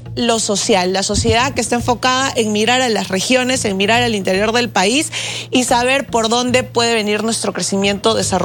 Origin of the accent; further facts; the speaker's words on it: Jauja, Junín, Peru; Yo soy de Jauja, de la histórica primera capital del Perú, hija de la región Junín